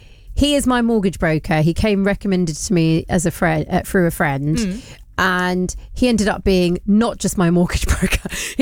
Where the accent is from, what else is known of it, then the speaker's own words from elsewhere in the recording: London, United Kingdom; But there is something about being a Londoner